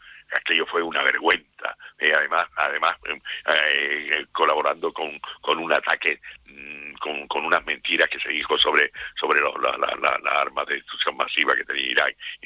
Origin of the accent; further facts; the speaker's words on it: Spain; Y la vergüenza que yo sentí como español